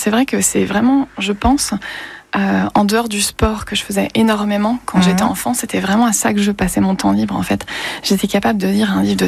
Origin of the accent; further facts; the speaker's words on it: Quimper, Brittany, France; also born or lived in Morlaix, France / Canada; now in Nantes, France; Non, je suis née dans le Finistère, à Morlaix, et j'ai grandi à Quimper.